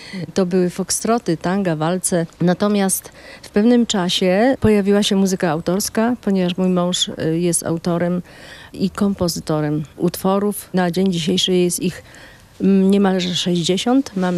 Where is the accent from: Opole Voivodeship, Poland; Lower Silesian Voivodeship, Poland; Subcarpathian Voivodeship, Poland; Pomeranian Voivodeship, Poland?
Subcarpathian Voivodeship, Poland; Iwonicz-Zdrój; No, w Iwoniczu mieszkam od urodzenia. Tutaj się urodziłam, tutaj chodziłam do szkoły.